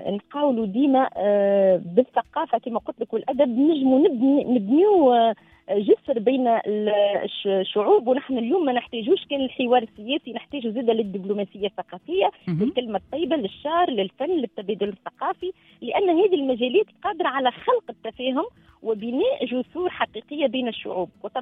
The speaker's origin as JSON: {"language": "Arabic", "country": "Tunisia", "said": "خاصة احنا من تونس"}